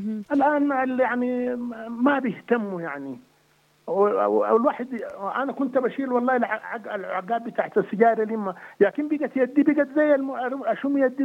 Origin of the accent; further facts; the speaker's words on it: Sudan; عندنا في السودان